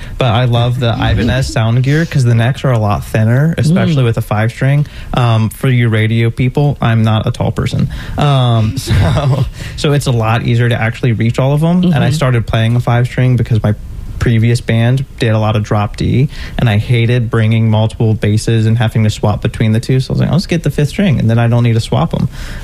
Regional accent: Ohio, United States; now in Florida, United States; And then I'm from Ohio. So when I moved down to Florida

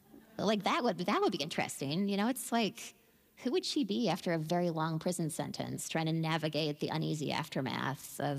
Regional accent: Denman Island, British Columbia, Canada; born or raised there

